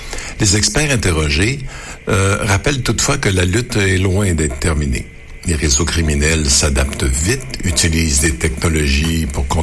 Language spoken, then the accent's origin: French; Quebec, Canada; chez nous au Québec.